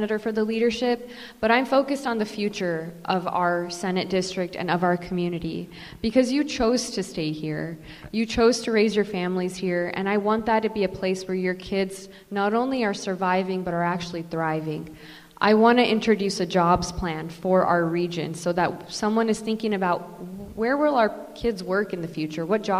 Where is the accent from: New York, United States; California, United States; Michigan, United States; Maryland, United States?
California, United States; As a kid of the Central Valley, I have, like probably many of you, spent a lot of time defending my hometown and my home community.